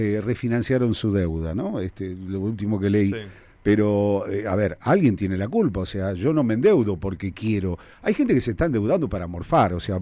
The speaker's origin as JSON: {"language": "Spanish", "town": "Quilmes", "region": "Buenos Aires Province", "country": "Argentina", "said": "nosotros somos de aquí, de Quilmes."}